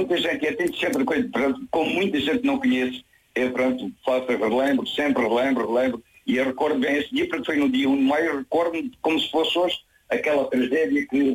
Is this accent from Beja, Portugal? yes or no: yes; Almodóvar, Beja, Portugal; born there; além de dizer que se costuma dizer que é nasci mesmo em Almodóvar.